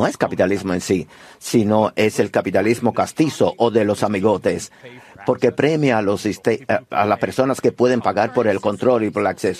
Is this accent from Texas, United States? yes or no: yes; Texas, United States; Yo soy tejano, siempre tengo familia que trabaja en el sector de gas y petróleo y fui a escuelas públicas financiadas por ese sector.